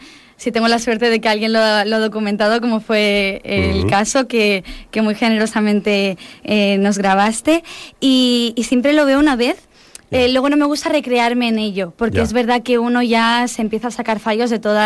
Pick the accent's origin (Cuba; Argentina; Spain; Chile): Spain; Ibiza, Balearic Islands; also born or lived in Sant Joan de Labritja; somos de Can Marja, de San Joan de la Britja. Y yo ya nací en Ibiza, en Ibiza ciudad, con mis padres, y fui al colegio aquí en la ciudad de Ibiza, pero siempre he estado muy conectada a San Joan